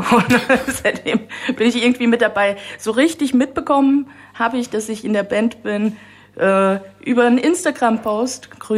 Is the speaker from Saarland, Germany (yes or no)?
yes; Saarbrücken, Saarland, Germany; born there; moved away as an adult; now in Frankfurt, Germany; Saarbrücker Mädel.